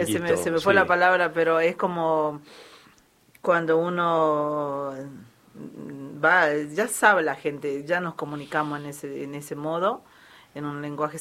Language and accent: Spanish; Switzerland; Yo soy de Suiza, disculpame.